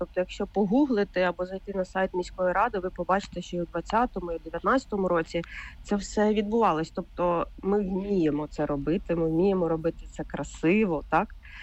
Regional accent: Kyiv, Ukraine; я це як киянка сприйняла

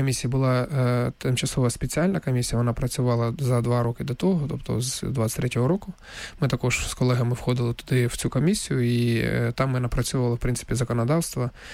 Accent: Donetsk, Donetsk Oblast, Ukraine; moved away as an adult; я сам з Донецька

